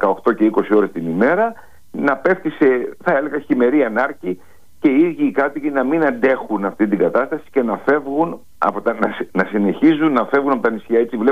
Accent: Serifos, South Aegean, Greece; Εγώ κατάγομαι από τη Σέριφο και το έχω βιώσει αυτό.

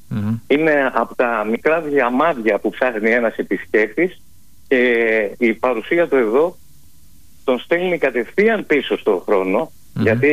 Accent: Ioannina, Epirus, Greece; όπως τα έβλεπα εγώ στο χωριό μου, που έχουν καταγωγή από τα όμορφα Ιωάννινα

